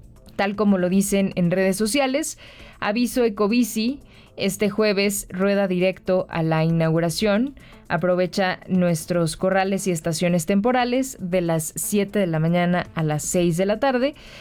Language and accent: Spanish; Mexico; Ya saben cómo somos los mexicanos.